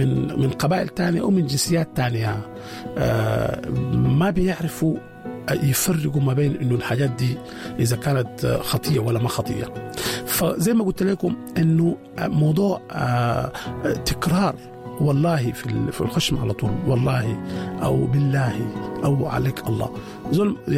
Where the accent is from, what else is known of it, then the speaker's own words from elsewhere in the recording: Sudan; يعني العادة دي منتشرة جدا عندنا في السودان